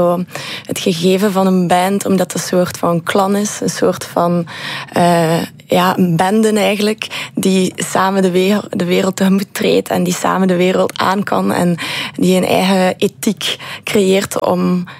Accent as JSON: {"language": "Dutch", "town": "Ghent", "region": "Flanders", "country": "Belgium"}